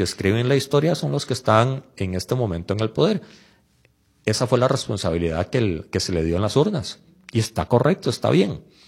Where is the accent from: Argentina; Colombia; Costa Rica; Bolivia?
Costa Rica; aquí todos somos costarricenses por nacimiento o por escogencia, pero todos somos costarricenses.